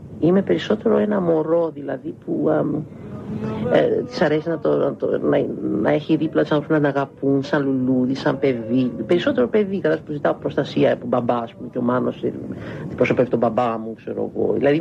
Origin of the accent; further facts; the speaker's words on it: Greece; accent: Greek; also born or lived in Southern United States; διότι είμαι Ελληνίδα και μιλώ με προφορά ελληνική όταν ήμουν στην Αμερική.